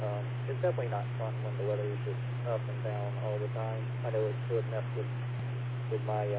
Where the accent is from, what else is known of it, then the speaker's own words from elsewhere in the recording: Mississippi, United States; I grew up in Mississippi